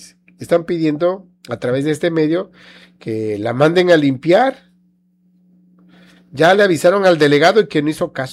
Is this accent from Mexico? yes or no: yes; Tabasco, Mexico; estamos representando porque somos de Tabasco